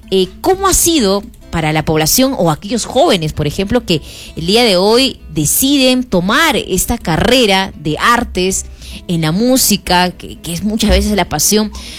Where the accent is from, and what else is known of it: Arequipa, Peru